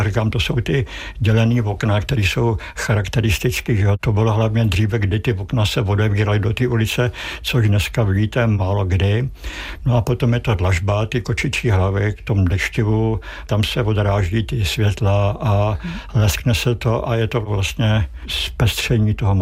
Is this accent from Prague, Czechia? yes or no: yes; Prague, Czechia; born there; já jsem se narodil pod Vyšehradem, vždycky jsem byl hrdý na to, že jsem se narodil tam, kde skákal Šemík s Horymírem.